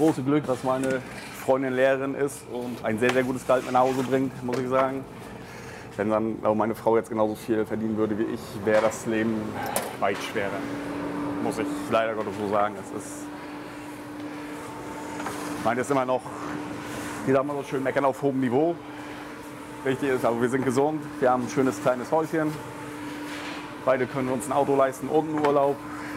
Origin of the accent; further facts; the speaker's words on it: Wankenhagen, Mecklenburg-Vorpommern, Germany; Ich bin ja auch gebürtiger Wankenhägner sozusagen. Ich komme ja von hier.